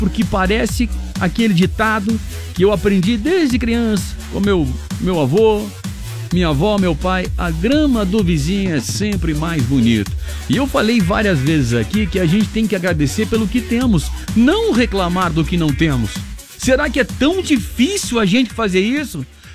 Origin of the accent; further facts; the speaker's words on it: Brazil; nós somos brasileiros.